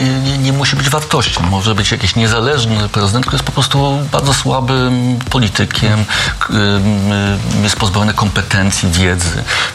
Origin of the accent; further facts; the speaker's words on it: Kraków, Lesser Poland, Poland; Nie z południa, z Krakowa. Jestem z Pufcia Zwierzynieckiego, z Krakowa, no jasne.